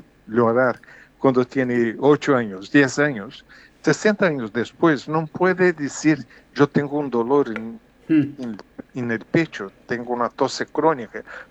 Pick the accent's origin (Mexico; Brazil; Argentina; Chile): Brazil; en mi país, en Brasil